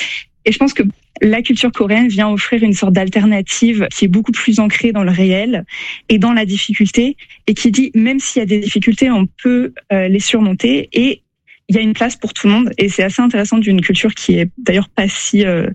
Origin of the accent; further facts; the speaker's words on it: France; now in South Korea; moi, je suis française